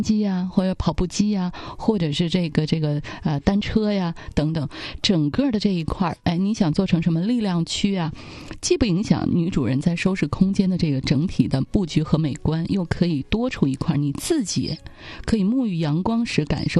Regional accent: Northeast China, China; 我们东北话说

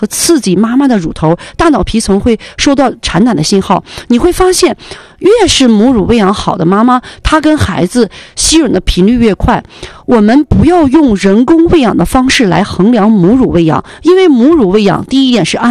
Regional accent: Northeast China, China; 我们东北人

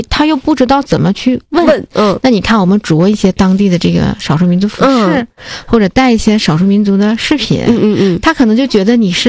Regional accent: Jilin, China; 我也更觉得是我们白山黑水孕育了我，是不是我们吉林人这种骨子里边天生的这种热情豪爽

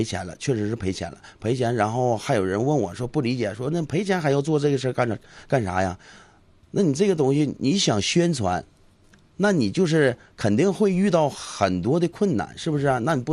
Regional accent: China; 我是土生土长的农村孩子啊，也是他们看着我长大的

